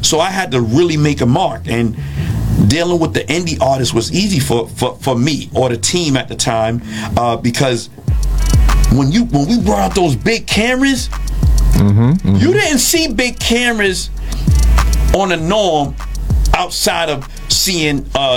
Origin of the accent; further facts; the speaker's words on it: New York City, New York, United States; Growing up in the Bronx